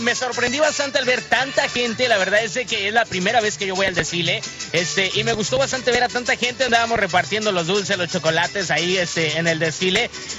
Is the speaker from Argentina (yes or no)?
no; Oaxaca, Mexico; yo soy oaxaqueño